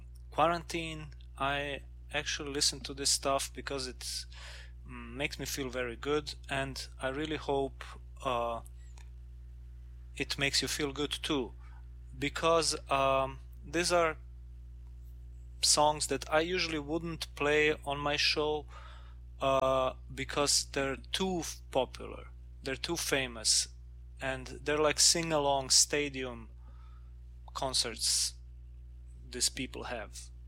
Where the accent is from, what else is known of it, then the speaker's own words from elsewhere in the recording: Croatia; because I am from Croatia